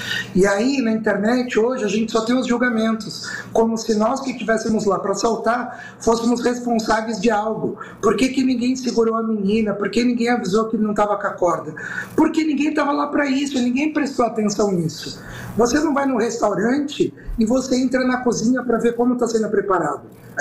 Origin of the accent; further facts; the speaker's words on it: São Paulo, Brazil; Eu sou do litoral, aqui da Baixada.